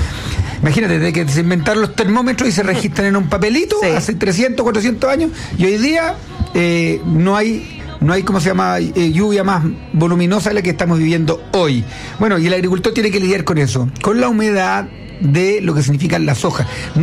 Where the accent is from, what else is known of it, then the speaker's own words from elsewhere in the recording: Chile; la experiencia que tenemos nosotros como agricultores chilenos